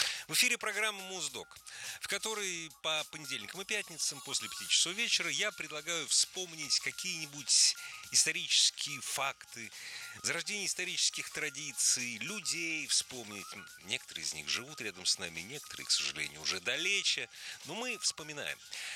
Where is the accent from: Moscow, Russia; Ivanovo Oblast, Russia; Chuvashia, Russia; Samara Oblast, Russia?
Moscow, Russia; как и все москвичи по заветам Фазилии Искандера слушаю прогнозы погоды